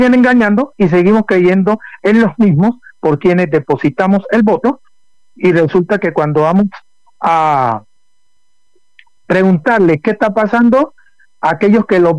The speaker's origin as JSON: {"language": "Spanish", "town": "Buenaventura", "region": "Valle del Cauca", "country": "Colombia", "said": "como porteños salgamos adelante"}